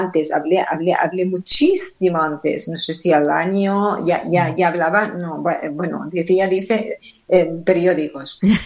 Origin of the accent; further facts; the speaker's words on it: Nablus, West Bank, Palestine; Catalan is a second language; moved away as an adult; now in Catalonia, Spain; vaig néixer a Nablus